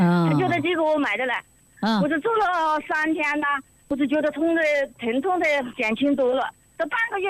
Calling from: Macheng, Hubei, China; 我是福州麻城人，离那个麻城药店不远，很近的。

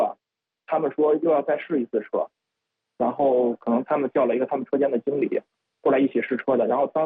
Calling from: Hangzhou, Zhejiang, China; 尤其就是因为我是在那萧山那边

